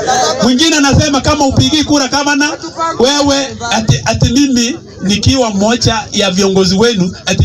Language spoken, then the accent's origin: Swahili; Nakuru County, Kenya